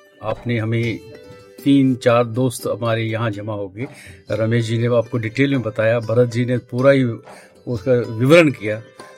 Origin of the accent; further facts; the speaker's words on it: Jammu and Kashmir, India; born there; moved away; मैं कश्मीरी हूँ, मन में मेरा कश्मीर बसा हुआ है